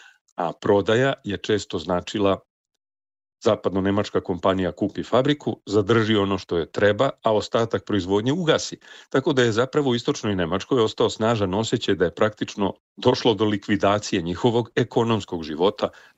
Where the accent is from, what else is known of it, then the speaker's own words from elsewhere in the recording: Serbia; now in Germany; Ja sam samo došao iz Jugoslavije. I onda sam shvatio šta mi sve u novom sistemu prija i šta mi se ne dopada u odnosu novog sistema prema meni, ali ne kao Jugoslovenu ili Srbinu